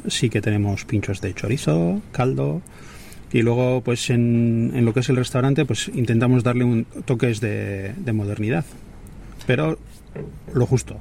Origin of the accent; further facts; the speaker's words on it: Segura, Basque Country, Spain; yo soy de Segura, vivo en Segura, así que vivo mirando hacia Zerain y cuando estoy trabajando vivo mirando hacia casa.